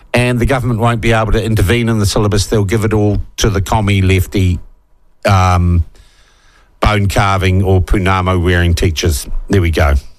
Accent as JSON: {"language": "English", "country": "New Zealand", "said": "I'm a New Zealander."}